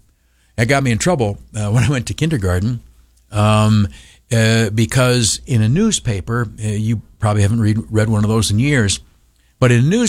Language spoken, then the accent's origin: English; Canisteo, New York, United States; my hometown, Canastillo.